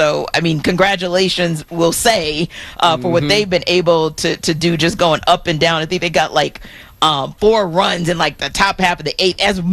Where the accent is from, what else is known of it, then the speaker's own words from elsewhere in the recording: New Orleans, Louisiana, United States; we didn't have a team growing up in New Orleans, in Louisiana. We did not have an NBA team at the time.